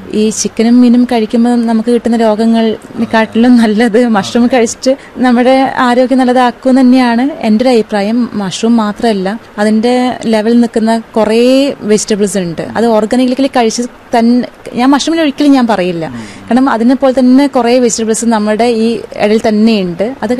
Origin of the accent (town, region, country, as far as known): Kerala, India